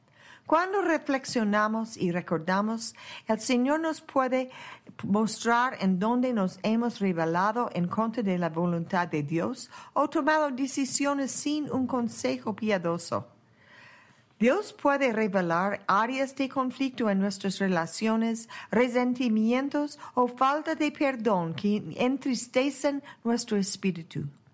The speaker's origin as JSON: {"language": "Spanish", "region": "British Columbia", "country": "Canada", "said": "En lo natural, también en el Valle Fraser, de donde vengo yo, en Colombia Británica, en Canadá, hay suelo muy rico y la mayoría de las verduras y bayas crecen allí."}